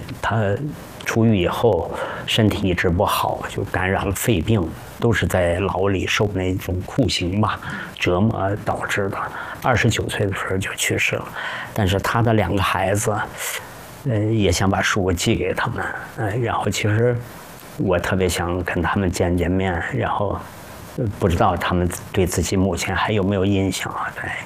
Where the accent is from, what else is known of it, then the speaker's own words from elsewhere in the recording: Heilongjiang, China; 首先我是黑龙江人嘛，然后对这块土地也比较了解